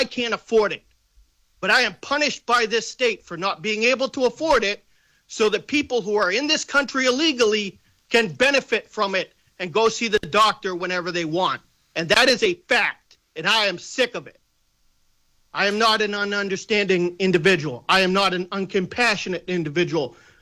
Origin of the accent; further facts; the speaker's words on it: Cape Cod, Massachusetts, United States; I'm born and raised on Cape Cod.